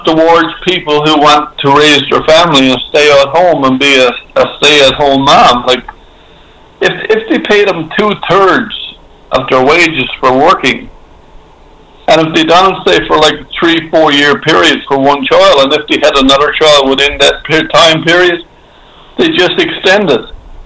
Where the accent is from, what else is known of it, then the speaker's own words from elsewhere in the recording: Canada; the Canada that I'm a senior, the Canada that I grew up